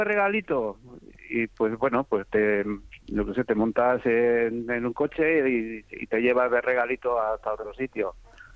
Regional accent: Extremadura, Spain; solamente es de allí, de mi pueblo.

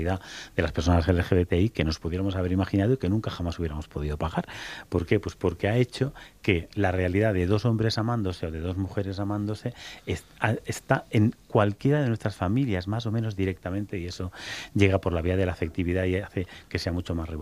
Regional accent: Extremadura, Spain

